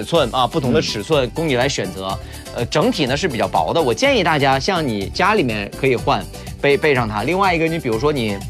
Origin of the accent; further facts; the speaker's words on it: Northeast China, China; 我们东北话讲叫膈应